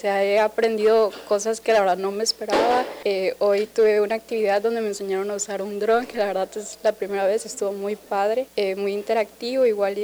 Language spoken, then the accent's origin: Spanish; Tabasco, Mexico; Pues yo soy de aquí, yo soy tabasqueña.